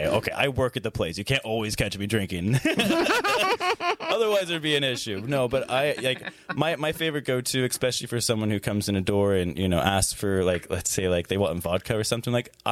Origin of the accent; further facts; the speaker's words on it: Santa Rosa, California, United States; I grew up in Sonoma County. I grew up in Santa Rosa. I live out in Forestville now